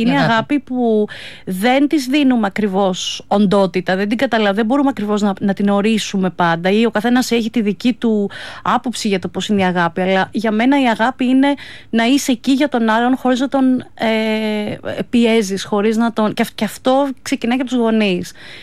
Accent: Glyfada, Attica, Greece; also born or lived in Faliro / Alimos; Μεγάλωσα κυρίως στα νότια προάστια γενικά. Γεννήθηκα στο Φάλιρο, μετά βρέθηκα για λίγο στον Άλυμο, μετά κατέληξα στην Κλειφάδα για καμιά 25 χρόνια. Είμαι των νοτίων γενικά παιδί.

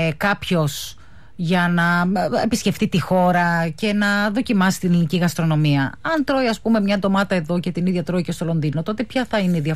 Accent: Mytilene, North Aegean, Greece; Από παλιούς αγρότες στο χωριό μου, στη Μυτιλίνη.

